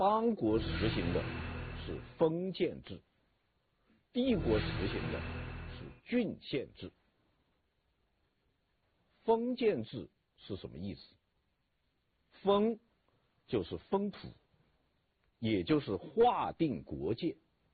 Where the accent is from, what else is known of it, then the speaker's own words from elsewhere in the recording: China; 我们中国人